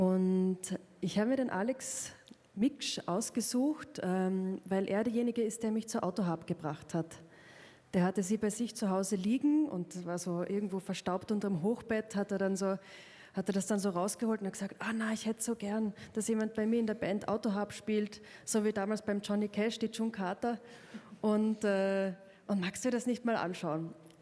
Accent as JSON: {"language": "German", "region": "Carinthia", "country": "Austria", "tie": "born or raised there", "said": "für mich als Kärntnerin"}